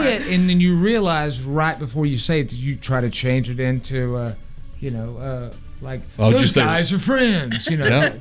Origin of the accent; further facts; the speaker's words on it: the South, United States; moved away; I was from the South.